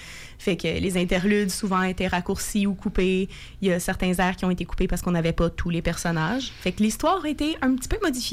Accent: Quebec, Canada; moved away as an adult; now in Quebec City, Canada; Non, moi je viens du lac Saint-Jean.

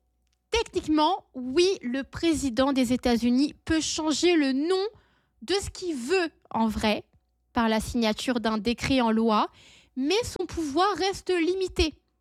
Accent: Canada; chez nous au Canada

